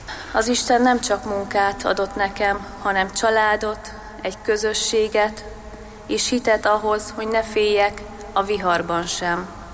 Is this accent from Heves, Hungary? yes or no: yes; Tófalu, Heves, Hungary; moved away as an adult; now in Kápolna, Hungary; Az én utam Tófaluból indul.